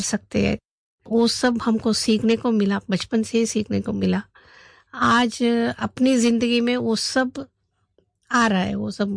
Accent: Bangalore, Karnataka, India; moved away as an adult; now in Abu Road, India; हम बचपन से दादी के साथ ही पले बड़े हैं। हमारे घर धार्मिक प्रवृत्ति है और बड़ा घराना था वहाँ हमारा, वहाँ बेंगलोर में।

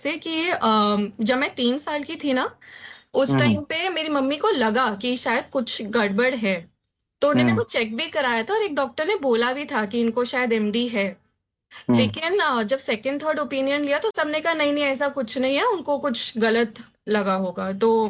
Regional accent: Delhi, India; moved away as an adult; now in Kolkata, India; So originally मैं दिल्ली से हूँ, एंड शादी के बाद ही मैं कोलकाता शिफ्ट हुई।

